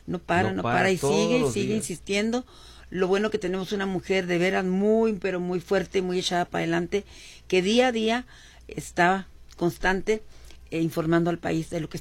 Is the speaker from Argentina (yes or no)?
no; Mexico; nosotros mismos como mexicanos